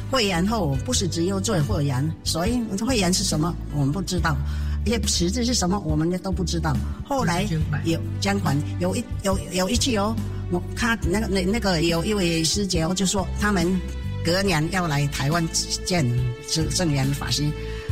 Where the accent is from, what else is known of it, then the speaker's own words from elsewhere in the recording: Philippines; 我们是土生土长的菲律宾华侨。